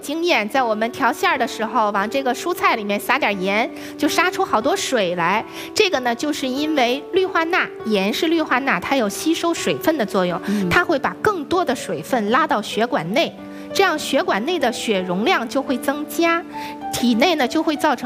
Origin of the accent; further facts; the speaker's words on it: China; 我们中国人